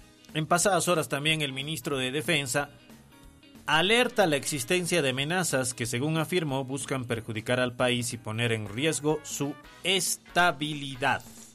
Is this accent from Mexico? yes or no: no; Bolivia; lamentablemente ya nos ven a todos los bolivianos con cara de narcotraficantes prácticamente, ¿no?